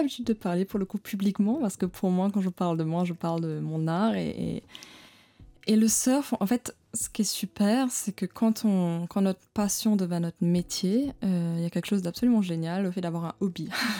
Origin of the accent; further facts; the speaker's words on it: Tamarin, Rivière Noire, Mauritius; Mais j'ai grandi à Tamarin, j'ai toujours voulu surfer, mais étant une fille aussi, c'était pas accessible avant.